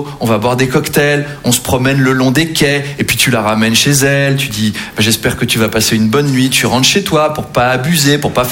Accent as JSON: {"language": "French", "town": "Versailles", "region": "Île-de-France", "country": "France", "tie": "born or raised there"}